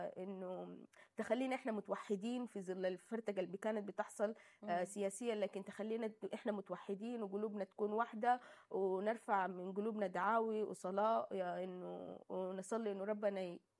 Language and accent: Arabic; Sudan; عشنا احداث صعبه جدا جدا كسودانيين.